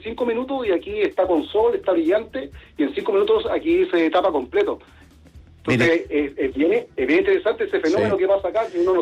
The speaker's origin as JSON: {"language": "Spanish", "country": "Chile", "said": "lo importante que es para nosotros como chilenos cuidar la Antártica"}